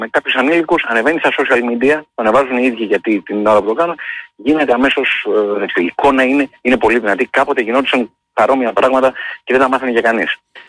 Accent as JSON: {"language": "Greek", "region": "Central Greece", "country": "Greece", "said": "Η καταγωγή μου είναι από τη Σερρέα Ελλάδα, τα Ρουμελιώτης."}